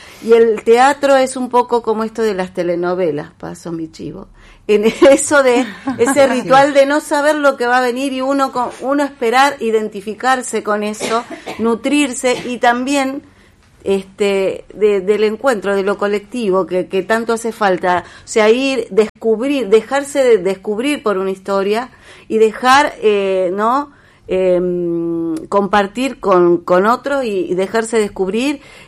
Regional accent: Santa Fe, Argentina; como santafesinos y santafesinas.

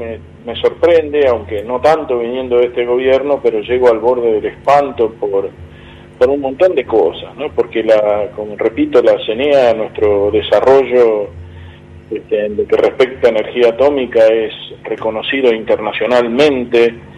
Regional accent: Argentina; hemos ganado como los argentinos

